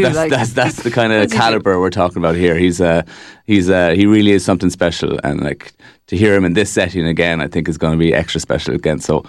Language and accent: English; Clonmel, Munster, Ireland; now in Youghal, Ireland; I'm originally from Clonmel, and I hold Clonmel in very high regard